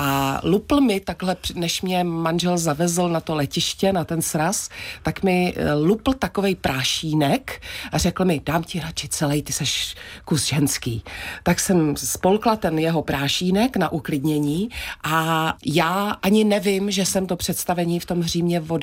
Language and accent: Czech; Moravia, Czechia; Na poli u nás na Moravě, když zafouká vítr a jsi na senách, tak je taky sucho